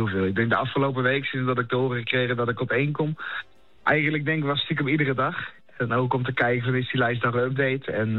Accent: Netherlands; Ook puur omdat, ik ben een Nederlander en Engels kan ik niet zo goed.

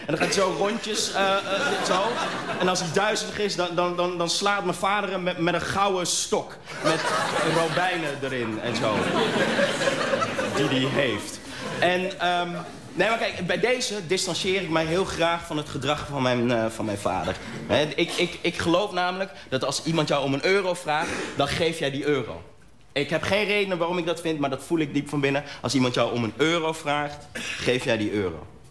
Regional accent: North Holland, Netherlands; Maar ik ben opgegroeid in het Gooi, snap je?

